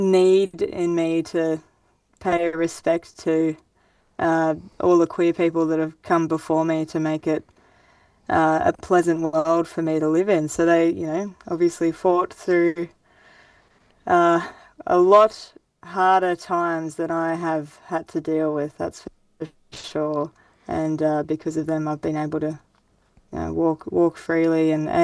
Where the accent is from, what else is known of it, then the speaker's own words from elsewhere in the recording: Grafton, New South Wales, Australia; I grew up in Grafton. It's like a small town, about 25 to 30,000 people, northern New South Wales.